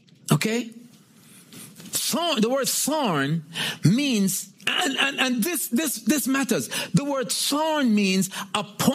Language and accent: English; Jamaica; I'm Jamaican.